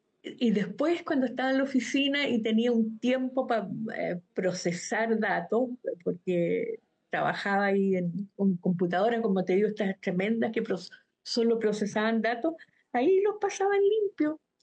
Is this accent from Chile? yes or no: yes; Chile; moved away as an adult; also born or lived in Sweden; Solo fue cuando volví y conocí lo que estaba pasando en Chile